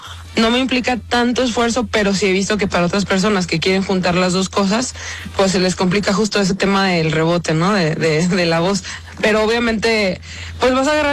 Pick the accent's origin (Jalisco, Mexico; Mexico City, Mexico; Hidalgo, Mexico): Mexico City, Mexico; Ajusco; en un pueblito donde yo crecí, allá en el Ajusco.